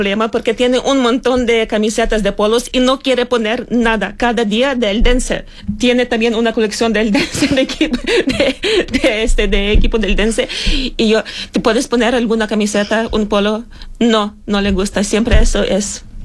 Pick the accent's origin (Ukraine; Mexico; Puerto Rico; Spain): Ukraine; moved away; somos ucranianos toda la vida